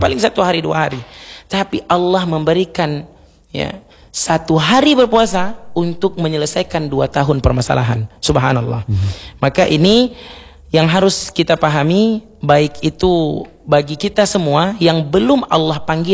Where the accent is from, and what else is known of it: Aceh, Indonesia; now in Banda Aceh, Indonesia